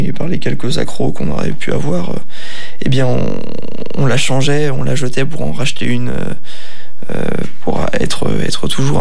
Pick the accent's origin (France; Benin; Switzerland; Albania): France; oublier qu'on est français, oublier un peu d'où on vient